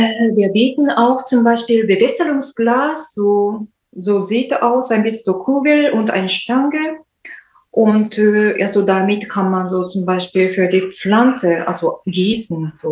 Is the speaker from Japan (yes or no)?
yes; Japan; German is a second language; now in Germany; ein bisschen überlegt, ob wir in Japan zu wohnen oder in Deutschland. Und ich wollte eigentlich in meiner Heimat weiter wohnen, aber bei ihm war es ein bisschen schwierig, in Japan zu wohnen